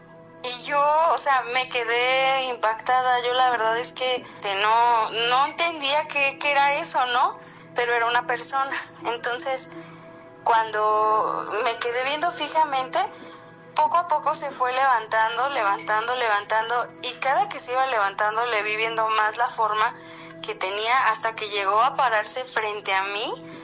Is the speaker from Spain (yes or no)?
no; Querétaro, Mexico; soy del estado de Querétaro.